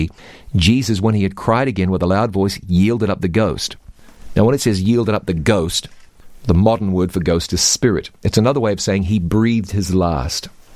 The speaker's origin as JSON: {"language": "English", "country": "New Zealand", "said": "I can speak American and New Zealand. New Zealand's my home country."}